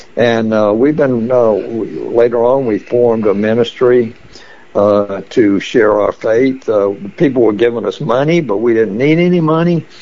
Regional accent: the South, United States; Growing up in the South, grits is a staple sometimes for breakfast.

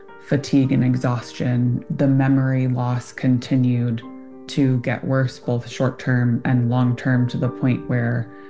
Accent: Illinois, United States; Growing up in Illinois, Lyme disease and ticks, I would say, at least in my area, was not talked about.

